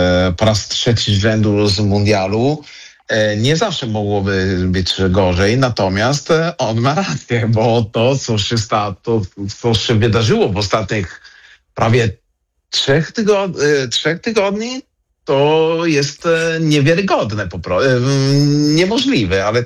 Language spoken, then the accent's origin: Polish; Italy; Polish is a second language; bo jestem Włochem i wiem, jak Włosi czasami zachowują